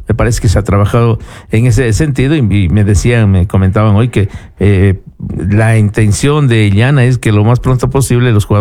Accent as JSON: {"language": "Spanish", "town": "Cuenca", "region": "Azuay", "country": "Ecuador", "said": "el Cuenca también es de mi ciudad."}